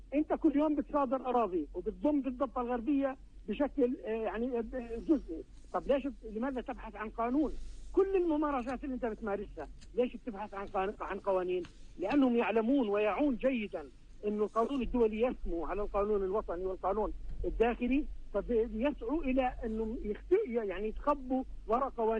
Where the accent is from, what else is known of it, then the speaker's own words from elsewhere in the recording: Palestine; إحنا الآن عاجزين كفلسطينيين